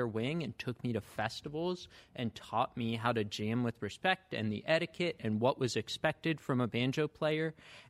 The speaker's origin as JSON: {"language": "English", "town": "Virginia Beach", "region": "Virginia", "country": "United States", "tie": "born or raised there", "said": "I grew up in Virginia Beach, Virginia, not a ton of bluegrass culture"}